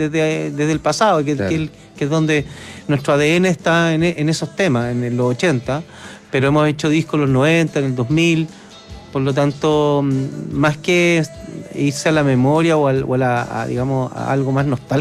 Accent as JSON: {"language": "Spanish", "town": "Santiago", "region": "Santiago Metropolitan Region", "country": "Chile", "tie": "born there", "said": "Nosotros construimos nuestra vida, nuestra juventud, en estado de sitio, en esta ciudad."}